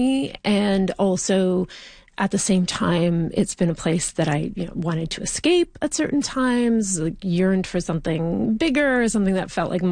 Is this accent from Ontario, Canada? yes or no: yes; Ontario, Canada; Yes, well, I grew up in Northern Ontario. It's where I am from. It's sort of in my bones, I guess, and rural Northern Ontario, like in the bush on a dead end gravel road off the Trans-Canada Highway